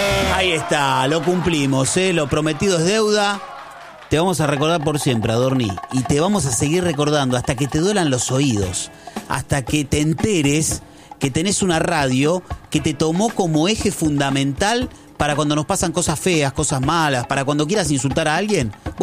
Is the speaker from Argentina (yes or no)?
yes; Argentina; nosotros como argentinos